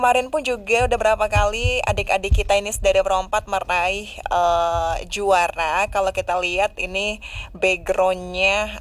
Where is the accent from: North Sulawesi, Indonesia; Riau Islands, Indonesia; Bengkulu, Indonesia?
Riau Islands, Indonesia; Tanjung Uban; Nyampe Uban juga. Kampung saya itu, Kak.